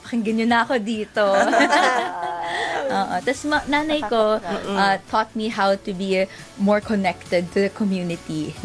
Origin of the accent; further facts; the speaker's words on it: Malabon, Metro Manila, Philippines; taga Malabon po ako.